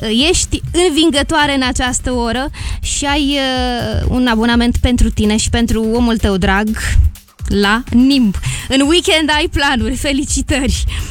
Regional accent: Moldova; Țara mea natală are formă de strugure pe hartă și e populată de oameni cunoscuți pentru ospitalitatea lor.

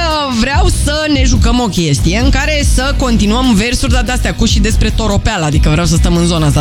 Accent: Brașov, Brașov County, Romania; ca o brașoveancă veritabilă ce sunt

